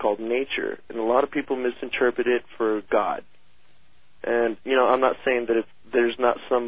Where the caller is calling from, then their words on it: Houston, Texas, United States; I'm from Houston, Texas.